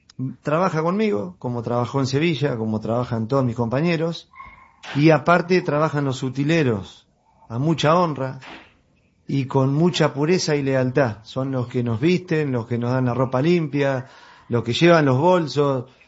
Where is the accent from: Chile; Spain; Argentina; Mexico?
Argentina; moved away; las buscarán porque soy argentino.